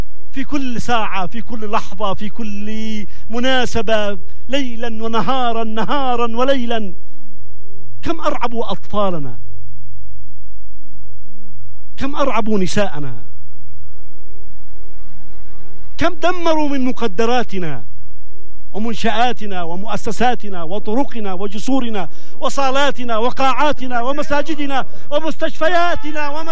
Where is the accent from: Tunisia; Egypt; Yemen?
Yemen; والله والله أنا كمواطن يمني